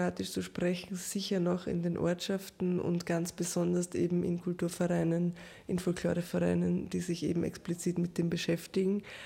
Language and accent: German; Burgenland, Austria; Also vor allem, ich komme aus Südburgenland, Assimilation ist ein großes Thema und es gibt immer weniger Leute, vor allem junge Leute, die kroatisch sprechen.